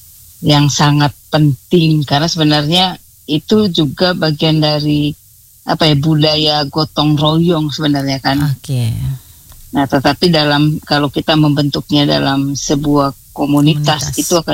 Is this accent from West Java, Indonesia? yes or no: no; Manggarai, East Nusa Tenggara, Indonesia; moved away; daerah asal kami, khususnya daerah Manggarai dan dalam skala lebih besar daerah NTT